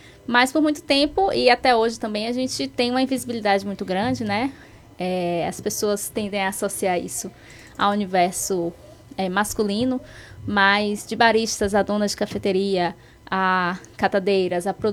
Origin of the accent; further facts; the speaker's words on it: Itabuna, Bahia, Brazil; eu sou do sul da Bahia também, né? Eu sou lá de Itabuna